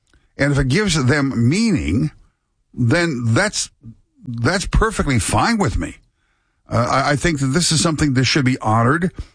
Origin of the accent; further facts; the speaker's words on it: Scotland, United Kingdom; although I'm Scottish